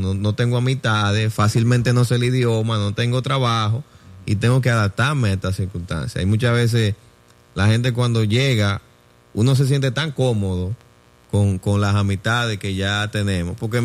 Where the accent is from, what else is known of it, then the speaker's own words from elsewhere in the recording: Dominican Republic; moved away; yo que nací y crecí en Dominicana con mi hermano y familia, nos mudamos aquí, no es fácil.